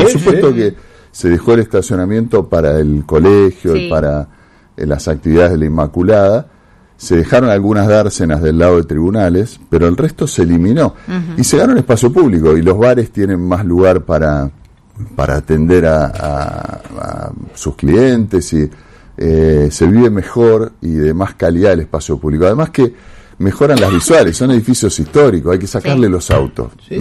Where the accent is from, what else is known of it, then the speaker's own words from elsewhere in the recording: Santa Fe, Argentina; como santafesino nacido y criado en esta ciudad